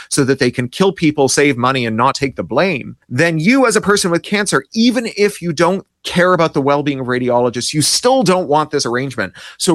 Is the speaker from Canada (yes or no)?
yes; Canada; as a Canadian who grew up under socialized medicine.